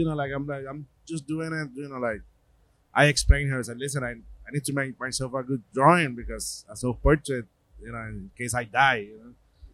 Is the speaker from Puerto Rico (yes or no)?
yes; Puerto Rico; born there; moved away as an adult; also born or lived in New York; My dad was born in the Bronx. And but I was born in Puerto Rico, and when I moved to New York, I lived with my grandmother.